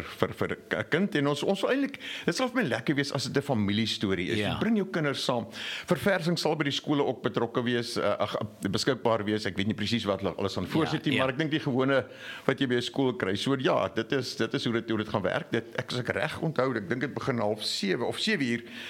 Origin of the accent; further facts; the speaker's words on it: Mossel Bay, Western Cape, South Africa; now in Kariega, South Africa; Ek is wel groot geword was in Mosselbaai.